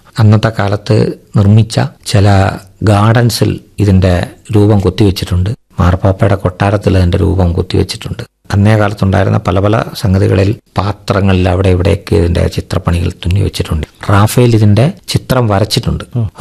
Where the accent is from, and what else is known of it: Kerala, India